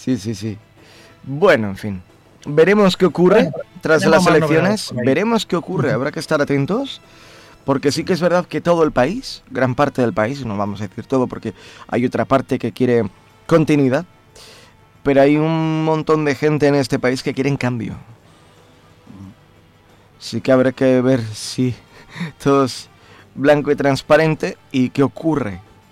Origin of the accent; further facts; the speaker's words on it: Vitoria-Gasteiz, Basque Country, Spain; now in Madrid, Spain; mi ciudad, yo soy de Vitoria